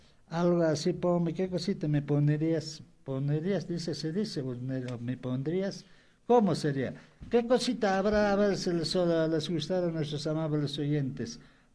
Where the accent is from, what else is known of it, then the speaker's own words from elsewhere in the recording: Acomayo, Cusco, Peru; moved away; Llegamos a mi tierra santa, mi Acomayo querido